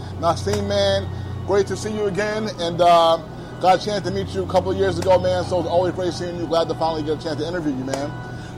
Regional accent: Georgia, United States; Okay, so now, growing up in Georgia, man, I met a lot of Black ball players from Georgia.

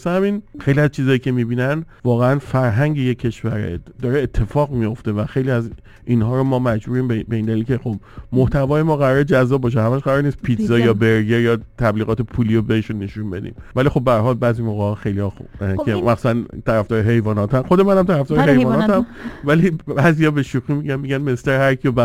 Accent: Iran

